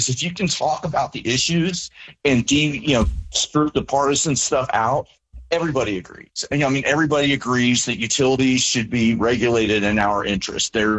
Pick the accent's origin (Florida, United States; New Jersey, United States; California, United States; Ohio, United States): Ohio, United States; Springdale; I grew up in Cincinnati. I grew up in Springdale.